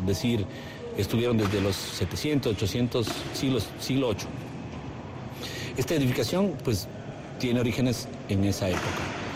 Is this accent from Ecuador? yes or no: yes; Quito, Pichincha, Ecuador; Yo soy de Quito